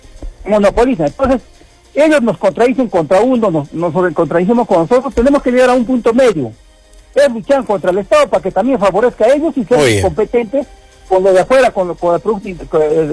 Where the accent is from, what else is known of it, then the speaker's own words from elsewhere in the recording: Peru; disculpe, soy peruano, puedo apoyar.